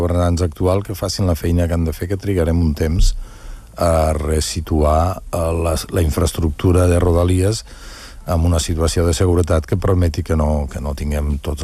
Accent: Guissona, Catalonia, Spain; now in Barcelona, Spain; Jo sóc de Guissona, no ho puc deixar de dir, visc a Barcelona però sóc de Guissona

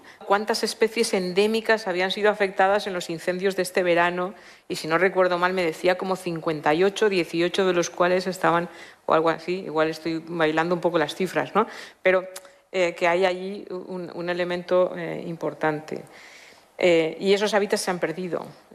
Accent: Valencia, Valencian Community, Spain; como soy de Valencia

